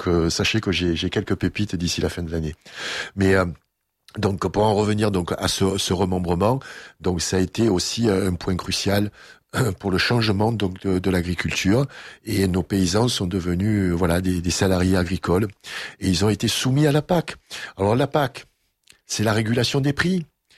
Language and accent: French; Marseille, Provence-Alpes-Côte d'Azur, France; moved away; also born or lived in Quebec; Je suis optimiste parce que je suis Marseillais aussi.